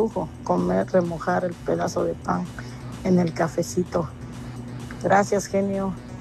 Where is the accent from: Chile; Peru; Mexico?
Mexico; Oaxaca; now in Tijuana, Mexico; Yo soy de allá de Oaxaca.